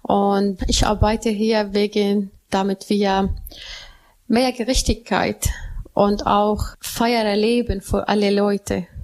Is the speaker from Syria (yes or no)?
yes; Syria; chaftlerin im Bereich erneuerbare natürliche Ressourcen und Umweltschutz und Klimabotschafterin und komme ich aus Syrien.